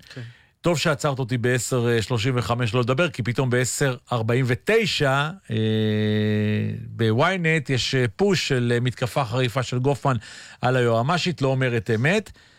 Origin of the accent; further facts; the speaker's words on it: Kiryat Tivon, Haifa District, Israel; אני גדלתי בטבעון, היו שם הרבה מאוד אנשי צבא עלומים